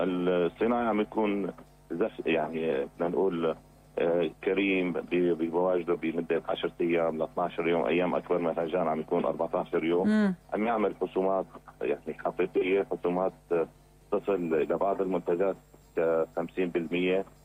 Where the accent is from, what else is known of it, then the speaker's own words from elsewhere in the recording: Syria; عندنا بسوريا